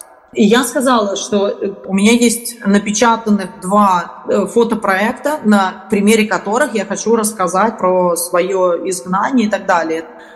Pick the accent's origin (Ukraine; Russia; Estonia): Ukraine; Я беженка с Украины с российским паспортом.